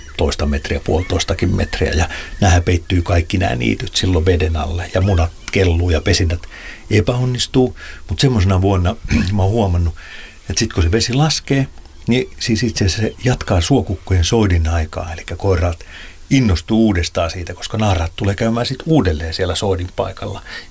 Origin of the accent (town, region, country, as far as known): Pori, Satakunta, Finland